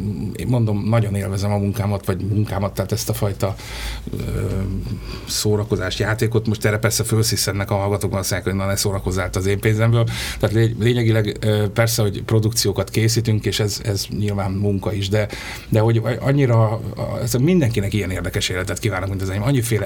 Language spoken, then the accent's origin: Hungarian; Hungary; Most ha itt te születtünk, akkor miért ne vágjuk már egyrészt jó pofát hozzá, másrészt hihetetlen jó helyen élünk.